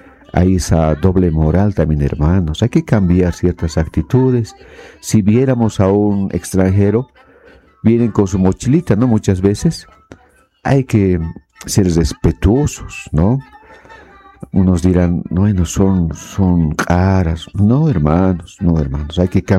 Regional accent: El Alto, La Paz, Bolivia; Yo siendo boliviano, siendo alteño, siendo hijo de campesinos, les digo, es lindo.

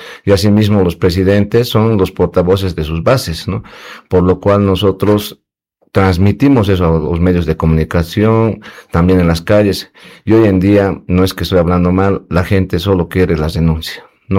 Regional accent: Bolivia; Si bien nosotros como bolivianos hemos aceptado la nivelación de los carburantes

